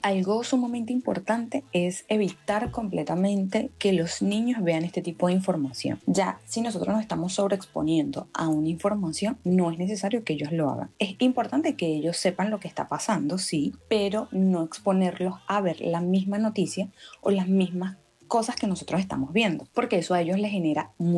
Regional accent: Venezuela; para nosotros como venezolanos

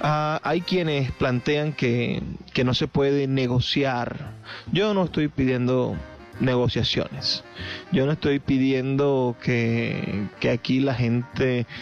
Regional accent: Venezuela; ¿Qué nos define a todos como venezolanos?

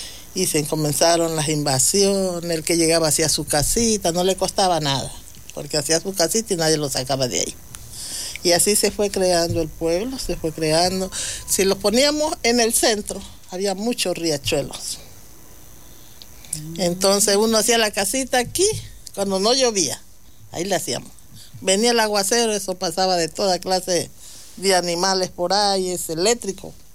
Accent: Esmeraldas, Ecuador; also born or lived in Santo Domingo, Ecuador; now in Lago Agrio, Ecuador; Nosotros vivíamos en Santo Domingo. Soy de Esmeralda, bien esmeraldeña, pero vivíamos en Santo Domingo.

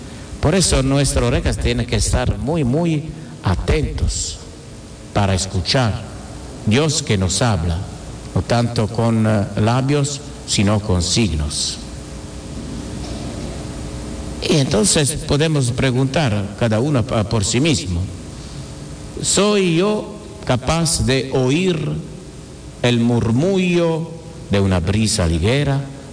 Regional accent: Italy; Spanish is a second language; moved away as an adult; now in Guatemala; en mi país, a Italia

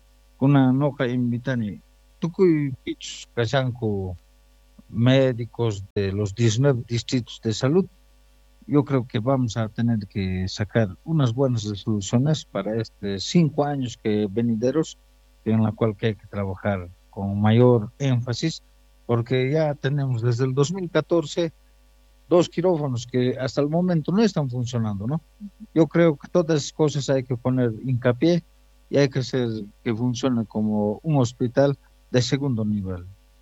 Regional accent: Potosí, Bolivia; soy el presidente del Consejo Social de Salud del municipio de Copá. Soy de Car San Miguel.

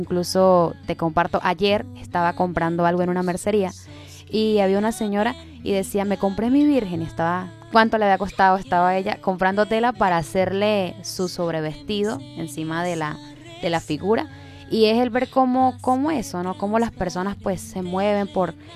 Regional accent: San Cristóbal, Táchira, Venezuela; born there; yo nací en San Cristóbal, ¿verdad? Y viví, bueno, he vivido allá y acá. Allá y aquí.

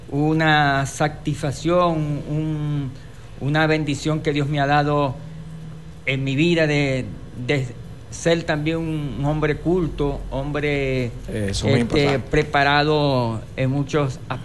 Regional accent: Machiques, Zulia, Venezuela; en honor a mi pueblo Machique de Perijá

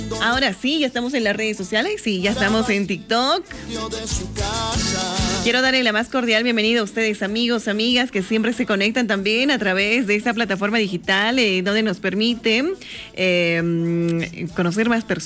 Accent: Bolivia; Como bolivianos, el poder también contribuir al desarrollo de nuestro país.

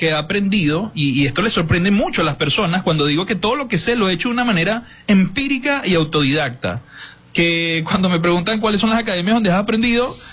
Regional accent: Venezuela; also born or lived in Peru; es mi gente, es mi tierra.

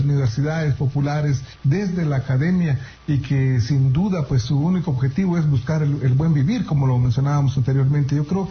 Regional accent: Guatemala; first language Kaqchikel; Spanish is a second language; Me gustaría también mandarles un saludo en mi idioma materno, que es el cachiquel. Es un idioma, es uno de los 22 idiomas mayas que hablamos aquí en Guatemala.

